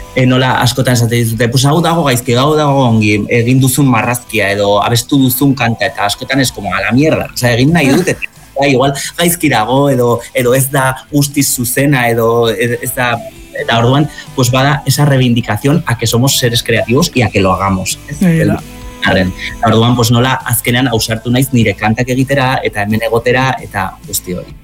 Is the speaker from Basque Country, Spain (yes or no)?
no; Zubiri, Navarre, Spain; Bai, bueno, ni Zubirikoa naiz